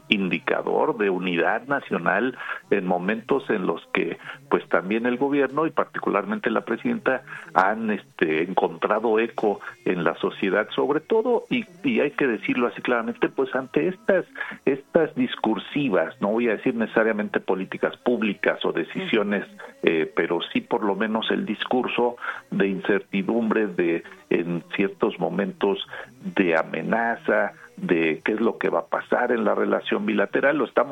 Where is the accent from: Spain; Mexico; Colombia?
Mexico